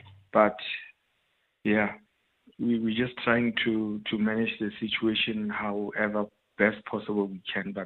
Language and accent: English; South Africa; also born or lived in Polokwane; Originally I'm from Jenkfest.